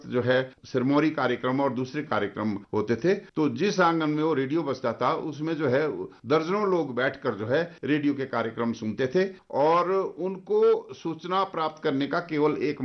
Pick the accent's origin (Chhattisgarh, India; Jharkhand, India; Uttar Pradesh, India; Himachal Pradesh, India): Himachal Pradesh, India; Sirmaur district; मैं सिरमौर जिला के बहुत ही जिसको गिरिपार का क्षेत्र कहते हैं पिछड़ा इलाका है, संगढ़ा विकास खंड में एक गाँव पड़ता है अरट, वहाँ का निवासी हूँ।